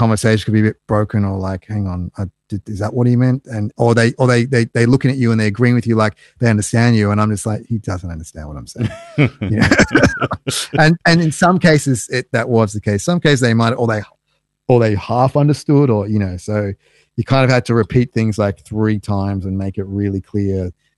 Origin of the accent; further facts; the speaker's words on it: Australia; I'm from Australia and that, and they'd be like, oh, Australia.